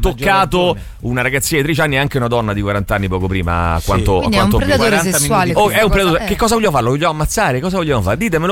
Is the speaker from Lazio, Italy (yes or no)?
yes; Rome, Lazio, Italy; now in Marche, Italy; io che sono romano ma vivo 20 anni nelle Marche, poi devo tornare a vivere a Roma?